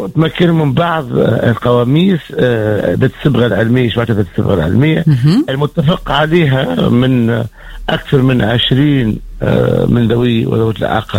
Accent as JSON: {"language": "Arabic", "country": "Tunisia", "said": "عندنا في تونس"}